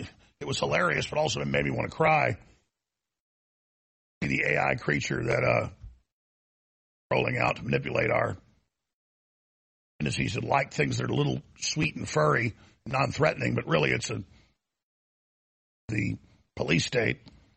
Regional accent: Dallas, Texas, United States; And it's the same thing growing up in Dallas, because I grew up at the time the richest county in Texas, right outside Dallas, all of it

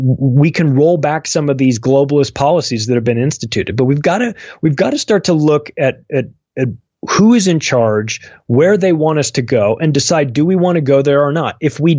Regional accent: United States; I'm an American. I love America.

